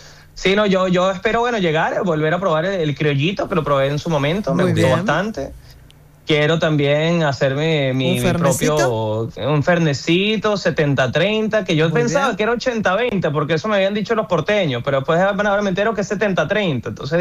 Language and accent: Spanish; Puerto Píritu, Anzoátegui, Venezuela; moved away as an adult; also born or lived in Caracas, Venezuela; now in Buenos Aires, Argentina; Yo tengo una mezcla porque yo nací en Caracas, pero me crié en el oriente del país, en un pequeño pueblo playero que se llama Puerto Píritu. Pero mi vida profesional fue en Caracas también. Entonces me diría que tengo una mezcla entre oriental y capitalino.